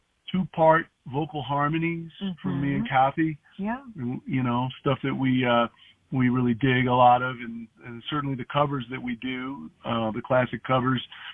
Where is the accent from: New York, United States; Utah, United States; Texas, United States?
New York, United States; Woodstock; I grew up in Woodstock, New York. Well, we had a second house up there.